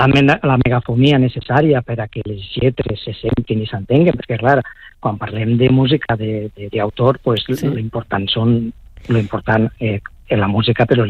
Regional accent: Aielo de Malferit, Valencian Community, Spain; jo soc d'Aielo.

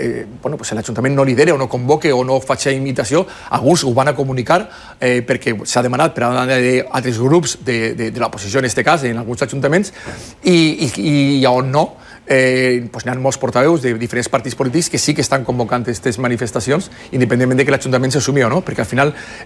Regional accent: Ceuta, Spain; que yo creo que necessita la gent aquest punt de trobada per a poder expressar la seva solidaritat al meu poble de Ceuta.

